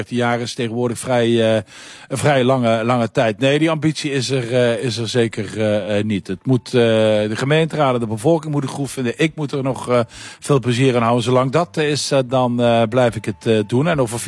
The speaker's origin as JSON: {"language": "Dutch", "country": "Netherlands"}